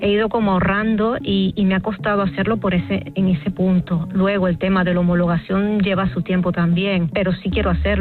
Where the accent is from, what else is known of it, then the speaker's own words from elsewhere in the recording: Venezuela; moved away as an adult; Yo me vine de Venezuela prácticamente huyendo por cómo estaba el país.